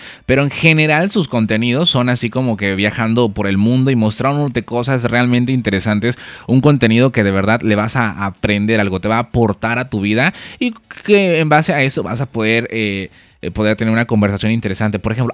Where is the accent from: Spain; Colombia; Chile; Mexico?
Mexico; nosotros como latinos o mexicanos